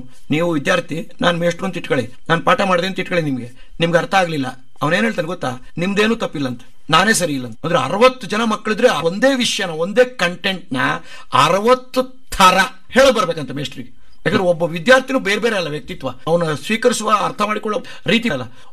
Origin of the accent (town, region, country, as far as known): Karnataka, India